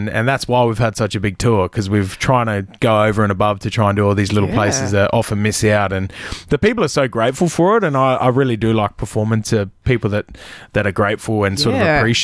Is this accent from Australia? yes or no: yes; Australia; I'm an Aussie lad, you know, and I think, yeah, I'm proud of who I am